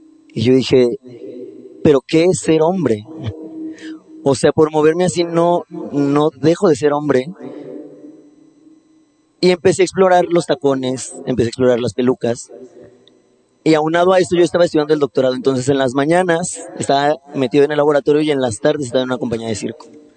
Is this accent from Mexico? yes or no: yes; Morelia, Michoacán, Mexico; director del Hospital Civil de Morelia, yo soy de Morelia